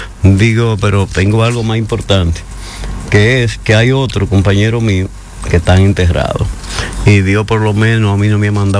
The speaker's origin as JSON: {"language": "Spanish", "country": "Dominican Republic", "moved": "yes"}